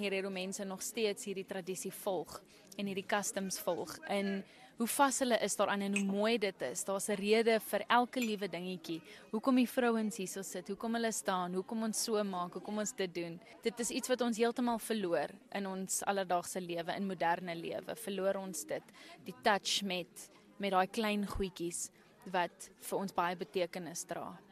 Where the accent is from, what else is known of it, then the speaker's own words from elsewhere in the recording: Windhoek, Khomas, Namibia; Ek is 27, ek is gebore en groot geword in Windhoek, maar my familie kom van Gobabis af.